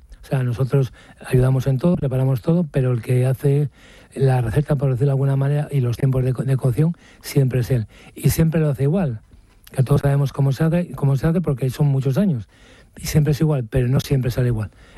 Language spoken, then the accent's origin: Spanish; Maliaño, Cantabria, Spain; como nos llaman cachoneros a los que somos de Maliaño, pues eso tenemos un poco de orgullo con ellos y lo llevamos siempre en la sangre